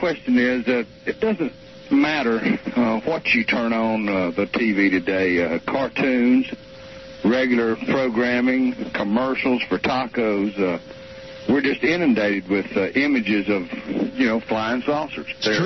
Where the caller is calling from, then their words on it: Greenville, South Carolina, United States; From Greenville, South Carolina.